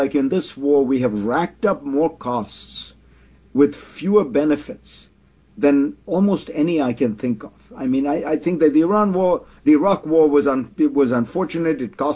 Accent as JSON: {"language": "English", "country": "United States"}